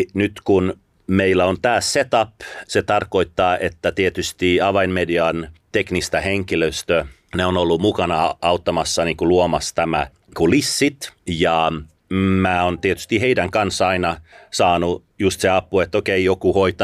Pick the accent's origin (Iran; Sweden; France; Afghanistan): Afghanistan; Finnish is a second language; now in Finland; kun mä olin siellä 70- ja 80-luvulla lapsena Afganistanissa